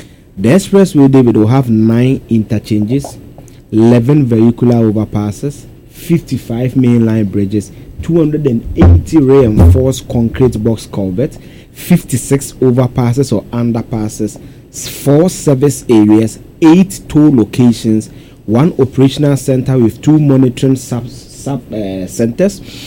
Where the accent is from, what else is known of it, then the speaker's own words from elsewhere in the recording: Eastern Region, Ghana; moved away as an adult; now in Kumasi, Ghana; I come from the Eastern region. I've been using this road actively in the last 12 years since I moved to Kumasi in 2014 for school and state.